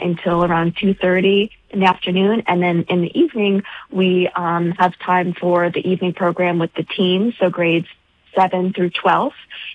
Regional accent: Richmond, Virginia, United States

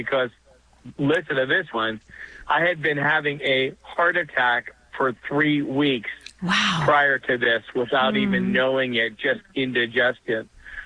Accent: Pennsylvania, United States; And my church, my hometown church, I'm outside of Pittsburgh, my hometown church, Holy Spirit Parish

